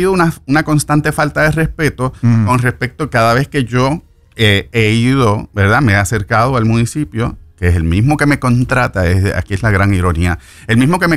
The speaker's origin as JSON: {"language": "Spanish", "country": "Puerto Rico", "said": "Nosotros nos orgullecemos cada vez que decimos, ah, somos de Puerto Rico"}